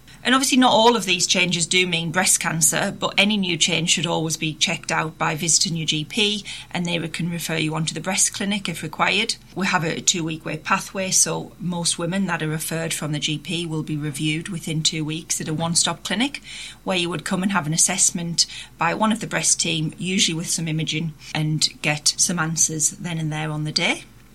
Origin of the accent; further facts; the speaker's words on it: Sunderland, North East England, United Kingdom; I'm from Sunderland and decided from quite an early age that I'd like to go into medicine.